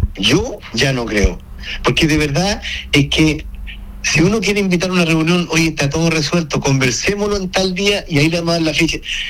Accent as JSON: {"language": "Spanish", "town": "Chiguayante", "region": "Biobío", "country": "Chile", "said": "los chihuayantinos no somos personas de segunda ni de tercera clase."}